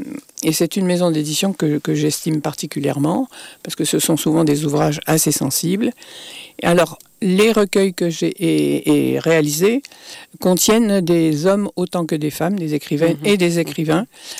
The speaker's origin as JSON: {"language": "French", "region": "Île-de-France", "country": "France", "also_born_or_lived": "Strasbourg", "moved": "as an adult", "lives_now": "Montpellier, France", "said": "je viens de la région parisienne, mais je suis née à Strasbourg."}